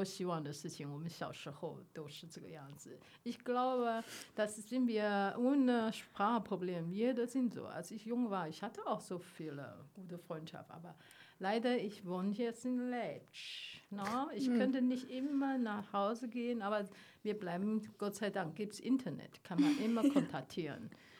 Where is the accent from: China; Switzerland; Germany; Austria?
China; first language zh; German is a second language; Aber das ist genauso umgekehrt in meiner Heimat.